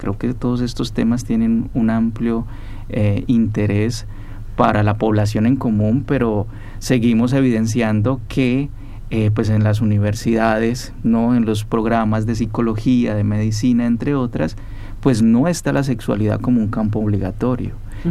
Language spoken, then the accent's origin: Spanish; Popayán, Cauca, Colombia; la ciudad de donde soy, en la ciudad de Popayán, Colombia.